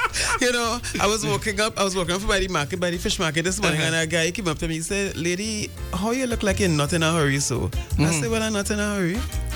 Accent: Trinidad & Tobago; The way I operate, I yeah. feel it's more Grenadian than what I have learned growing up in Trinidad.

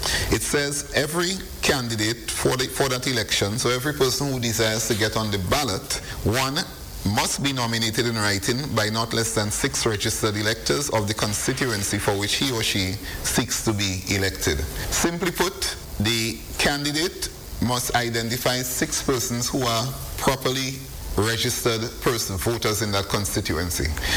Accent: Saint Andrew, Grenada; Now, of course, I come from St. Andrews South, Southwest, so somebody in St. John should not use me at all.

